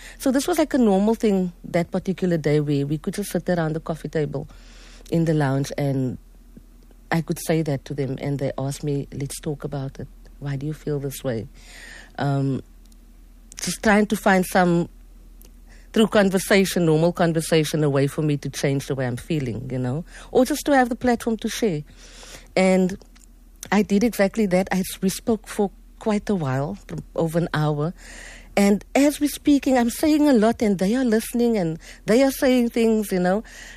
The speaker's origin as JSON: {"language": "English", "town": "Mitchell's Plain", "region": "Western Cape", "country": "South Africa", "tie": "born or raised there", "said": "And growing up in Mitchell's Plain and having to deal with the social ills and then the station strangler. And just, I grew up in that era."}